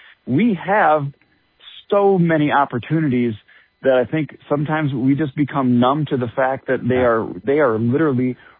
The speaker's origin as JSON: {"language": "English", "town": "Grand Rapids", "region": "Michigan", "country": "United States", "tie": "born or raised there", "said": "You know, Dad and Grandpa, growing up in West Michigan, Grand Rapids, it's just, you get that taste of it when you're 8 or 9 years old"}